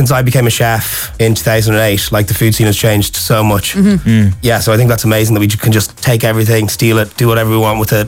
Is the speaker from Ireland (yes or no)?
yes; Ireland